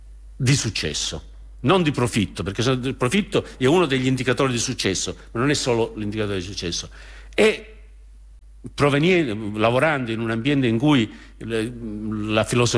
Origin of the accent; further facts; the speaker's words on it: Australia; Io sono australiano di origine italiana